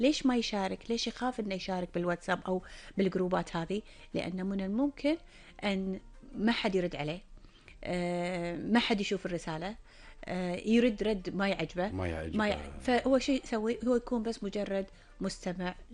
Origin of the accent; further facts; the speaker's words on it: Kuwait; عندنا بالكويت